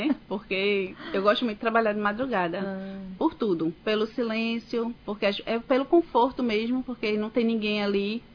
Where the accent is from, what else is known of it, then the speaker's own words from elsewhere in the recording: Bezerros, Pernambuco, Brazil; also born or lived in Recife; Minha família é toda de Bezerros, né? Eu sou nascida em Recife, criada em Bezerros.